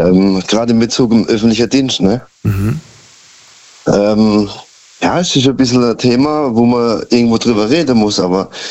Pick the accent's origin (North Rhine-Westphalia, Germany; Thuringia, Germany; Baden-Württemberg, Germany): Baden-Württemberg, Germany; Karlsruhe; Ich komme aus Karlsruhe.